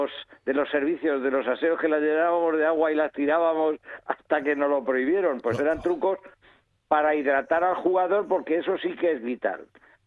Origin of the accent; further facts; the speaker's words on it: Alcázar de San Juan, Castilla-La Mancha, Spain; soy manchego de Alcázar de San Juan